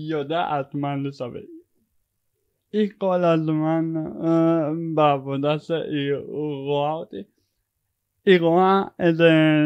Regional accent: Judea and Samaria, Israel; now in Yavne, Israel; אני מהשומרון. אני גר עכשיו ביבנה, יש לי דירה עם משותפים.

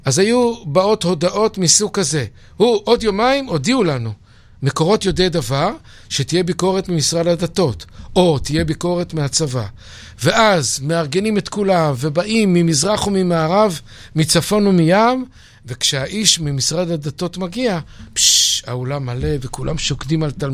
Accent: Bnei Brak, Tel Aviv District, Israel; אני הרי גדלתי בבני ברק

